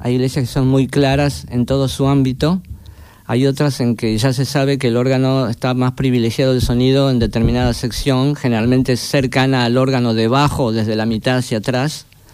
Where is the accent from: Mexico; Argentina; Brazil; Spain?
Argentina